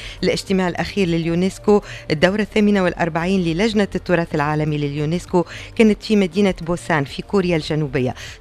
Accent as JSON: {"language": "Arabic", "country": "Tunisia"}